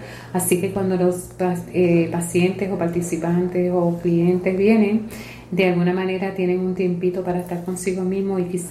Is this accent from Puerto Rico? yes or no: yes; Aibonito, Puerto Rico; soy albuniteña de pura cepa.